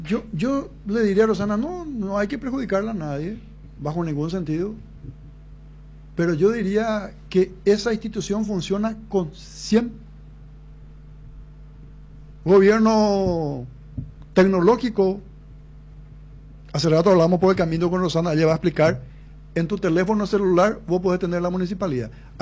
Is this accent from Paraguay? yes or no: yes; Paraguay; como paraguayo te digo hoy, y como cristiano